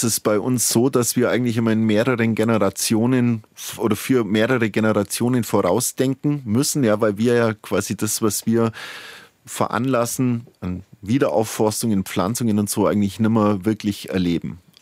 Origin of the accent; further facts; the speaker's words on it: Germany; ich bin ja gebürtiger Hohnstädter